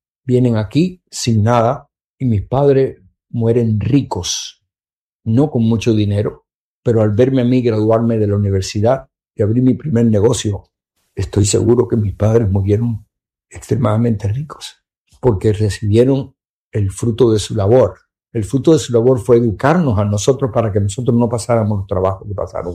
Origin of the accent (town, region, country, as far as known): Cuba; moved away